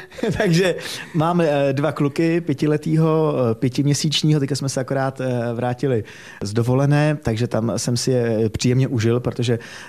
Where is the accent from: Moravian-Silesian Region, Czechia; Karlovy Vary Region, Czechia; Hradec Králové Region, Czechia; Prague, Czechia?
Hradec Králové Region, Czechia; Hořice; moved away as an adult; No tak když jsem potom z Hořic, z Gimplu šel do Prahy na vejšku